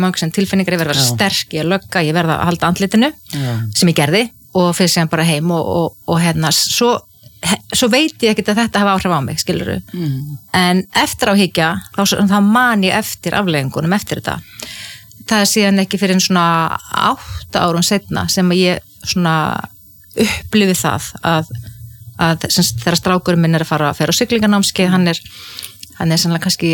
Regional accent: Ísafjörður, Westfjords, Iceland; ég óttaðist sjóin sem kannski líka tengist því að ég alveg upp á Ísafirði þar sem voru tíu sjóslis og menn og drukknuðu

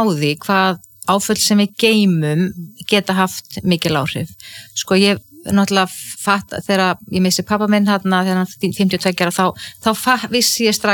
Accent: Ísafjörður, Westfjords, Iceland; já, ég óttaðist sjóin sem kannski líka tengist því að ég alveg upp á Ísafirði það sem voru 10 sjóslys og menn drukknuðu

